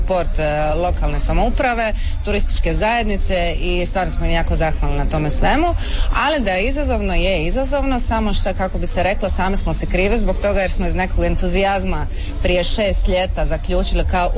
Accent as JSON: {"language": "Croatian", "town": "Jelsa", "region": "Split-Dalmatia County", "country": "Croatia", "said": "Ja sam sa Hvara iz Jelse"}